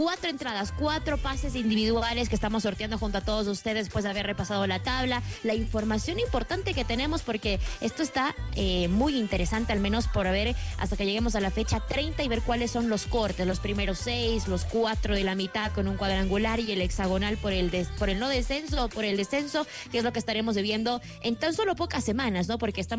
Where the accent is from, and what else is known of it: Ecuador